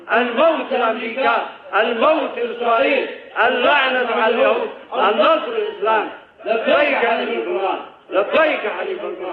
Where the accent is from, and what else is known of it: Yemen